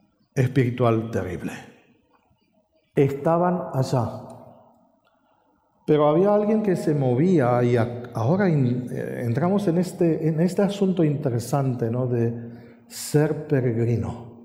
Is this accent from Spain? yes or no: no; Romania; moved away; En mi país hay, yo me acuerdo que cuando éramos chicos, mi papá trabajaba cuidando unas cabañas en la montaña y nos llevaba. Y a nosotros nos gustaba, porque hay montañas lindas en Rumania